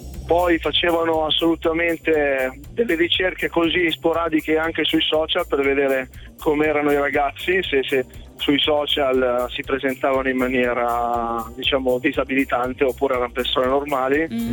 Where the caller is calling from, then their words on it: Reggio Emilia, Emilia-Romagna, Italy; Io chiamo da Reggio Emilia, però sono in autostrada perché lavoro a Milano